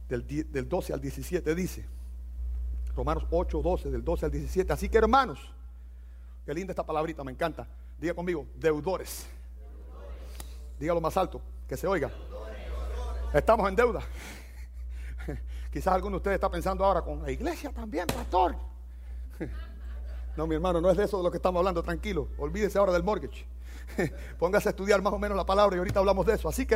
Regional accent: Cuba; Estaba hablando con uno de los muchachos, español, si somos cubanos los dos, ¿qué vamos a hablar? Bueno, estábamos hablando cubano.

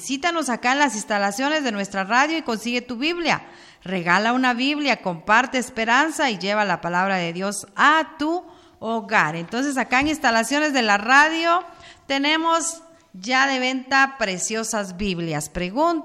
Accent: Guatemala; nuestra Guatemala.

